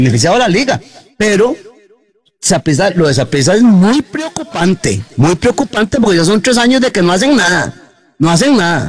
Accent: Costa Rica

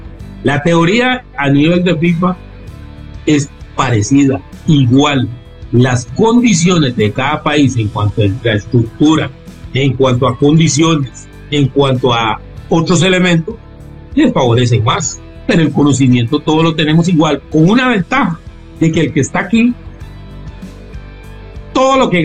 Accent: Costa Rica; Yo lo pude hacer siendo costarricense

